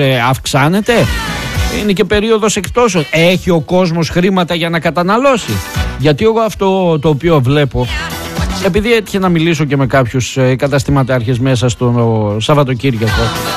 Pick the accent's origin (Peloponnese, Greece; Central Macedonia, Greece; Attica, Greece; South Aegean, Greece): Central Macedonia, Greece; Thessaloniki; εγώ τουλάχιστον και οι γονείς μου και αυτά, γεννηθήκαμε εδώ, μεγαλώσαμε εδώ στη Θεσσαλονίκη. Είμαστε γέννημα θρέμα. Δεν έχουμε χωριό